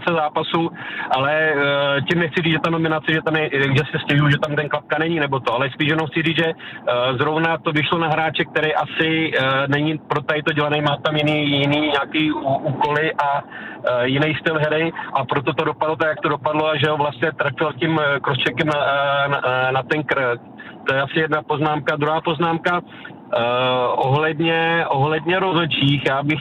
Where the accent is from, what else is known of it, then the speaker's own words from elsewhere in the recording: Pardubice, Pardubice Region, Czechia; Já jako hrdej Pardubák, tak samozřejmě jsem strašně...